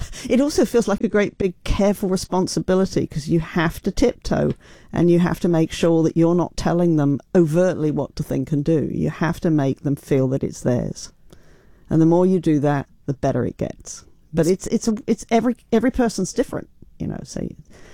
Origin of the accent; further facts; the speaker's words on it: London, United Kingdom; moved away as an adult; now in United States; I grew up in London